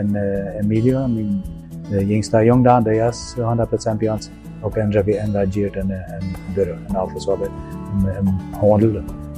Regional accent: Paraguay; now in Asunción, Paraguay; ich komme hier von Greino.

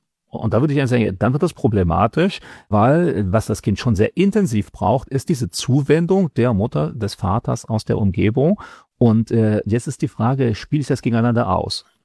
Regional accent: Germany; Und manchmal habe ich sogar den Eindruck, dass wir so als Deutsche da so ein bisschen sogar stärker das haben.

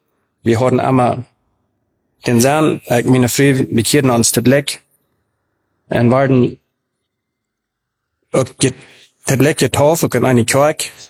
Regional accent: Paraguay; German is a second language; also born or lived in Mexico; Ich bin in Mexiko geboren und in diesem 1973, meine Eltern traten in Paraguay, als ich ein Jahr wie, mit etwa ein Jahr. Da sind ich dann die meiste Zeit abgewachsen.

